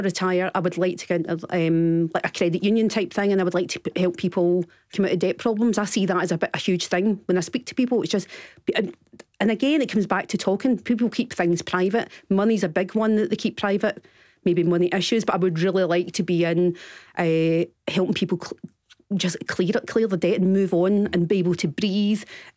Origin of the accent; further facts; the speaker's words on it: Glasgow, Scotland, United Kingdom; like when I came from Glasgow, so it was different. And I remember experiencing loneliness when I came here.